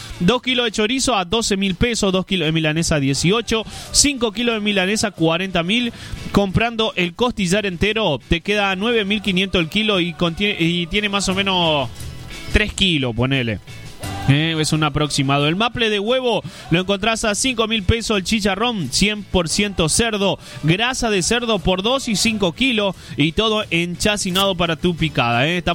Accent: Argentina

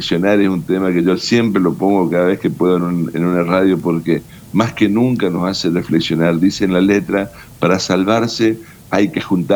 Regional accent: Goya, Corrientes, Argentina; born there; moved away as an adult; now in Reconquista, Argentina; Yo nací en Goya desde el año 98, que vivo en Reconquista.

